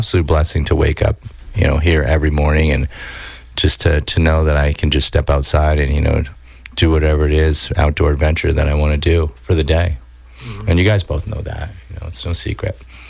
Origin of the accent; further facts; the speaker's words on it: Maine, United States; now in Rangeley, Maine, United States; You know, I grew up in Maine, and but being from southern Maine is a little bit different.